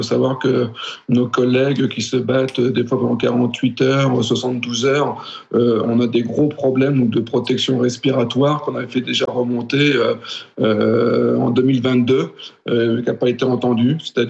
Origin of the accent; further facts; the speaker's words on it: Centre-Val de Loire, France; moi je suis de la région Centre, je suis de la Touraine